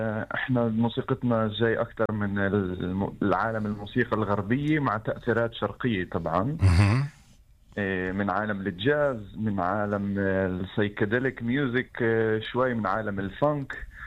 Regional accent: Haifa District, Israel; احنا من حيفا وشفاعمر.

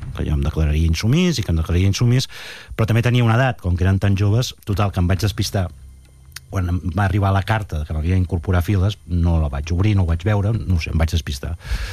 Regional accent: Sabadell, Catalonia, Spain

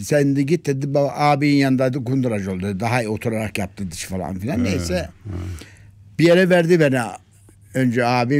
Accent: Develi, Kayseri, Turkey; now in Ankara, Turkey; Kayseri'nin Develi kazasının Zile mahallesi oldu şimdi. Zile köyünden doğdum.

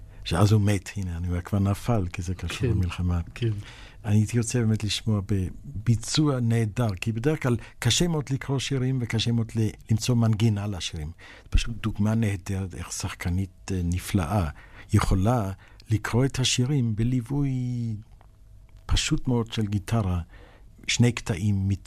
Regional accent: Jerusalem, Jerusalem District, Israel; היות וגדלתי פשוט בחינוך כזה, באותה ירושלים של שנות ה-30

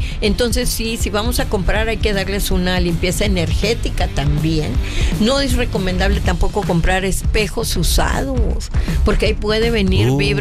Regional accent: Veracruz, Mexico; Soy de Veracruz. Somos de Veracruz.

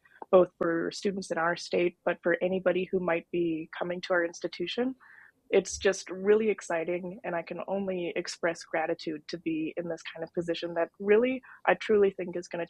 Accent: North Dakota, United States; also born or lived in New York; the fact also that it happens to be in my home state of North Dakota, spent the last 8 years in New York

